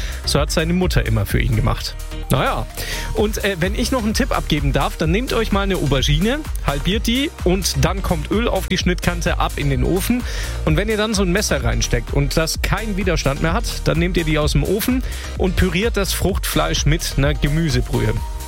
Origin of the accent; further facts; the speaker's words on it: Swabia, Germany; da muss ich als Schwabe sagen